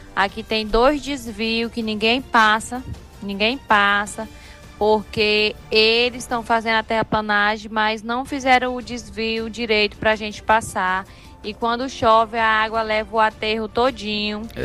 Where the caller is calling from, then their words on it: Iracema, Roraima, Brazil; Eu sou aqui da região de Iracema, da Vila de Campos Novos.